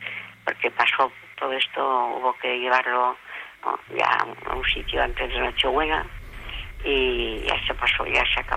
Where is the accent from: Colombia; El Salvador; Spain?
Spain; Riaza, Castile and León; Yo soy de Riaza, de Segovia, sí.